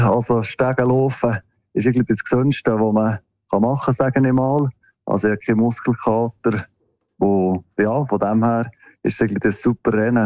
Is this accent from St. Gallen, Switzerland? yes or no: no; Adelboden, Bern, Switzerland; Und bei uns in Adelboden gibt es entweder Hache oder Ruche.